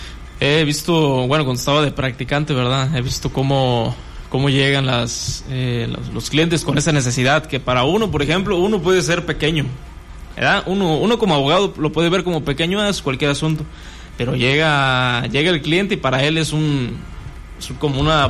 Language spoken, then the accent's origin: Spanish; Mexico; son derechos que nosotros tenemos como mexicanos